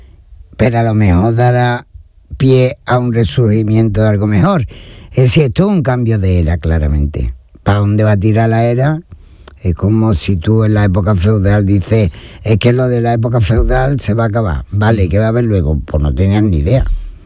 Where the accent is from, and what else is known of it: Andalusia, Spain